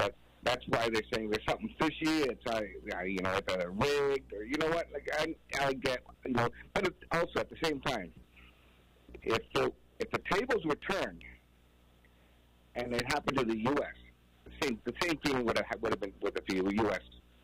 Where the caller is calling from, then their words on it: Vancouver, British Columbia, Canada; How you doing? I'm calling from Vancouver, the other host city here.